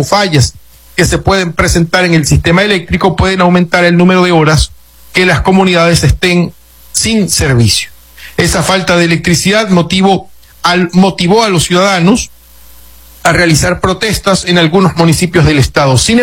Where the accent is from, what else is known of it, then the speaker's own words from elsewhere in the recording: Venezuela; donde se genera la mayoría de los efectos climáticos que nos afectan como país, como venezolanos.